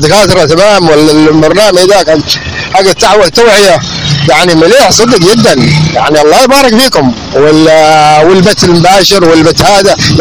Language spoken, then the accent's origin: Arabic; Hadramawt, Yemen; احنا من حضرموت ومن اهل حضرموت ومن اهل المق